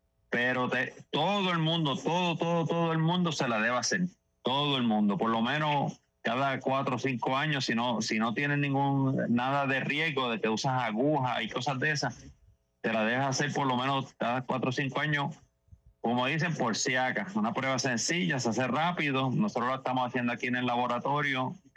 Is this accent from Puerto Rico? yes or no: yes; Isabela, Puerto Rico; Llevamos más de 60 años aquí en Isabela. Somos de los laboratorios que sí somos de Isabela, porque ahora hay mucha gente que está puesto de otro lado. Aquí somos de aquí como el gallito.